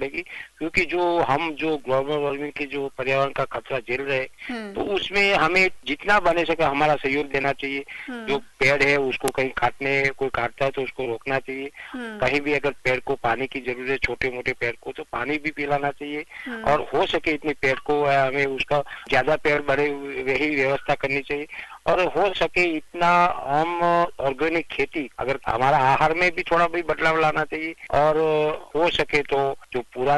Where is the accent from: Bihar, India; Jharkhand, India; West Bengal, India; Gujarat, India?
Gujarat, India; Patan district; born there; now in Ahmedabad, India; मैं रहता हूँ अहमदाबाद और मेरा गांव का नाम है डेर, तहसील जिला पाटन।